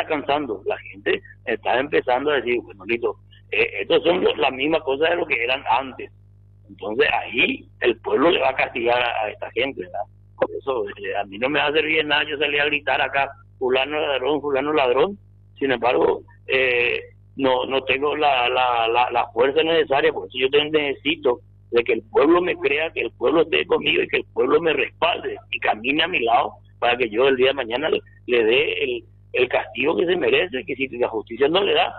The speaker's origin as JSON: {"language": "Spanish", "town": "Ciudad del Este", "region": "Alto Paraná", "country": "Paraguay", "said": "Yo soy esteño, como siempre dije, yo soy colorado, soy paraguayo, y sobre todo orgullosamente esteño."}